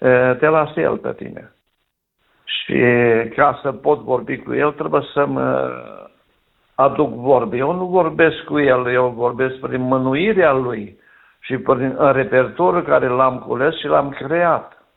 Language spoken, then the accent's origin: Romanian; Romania; ne putem mândri că suntem români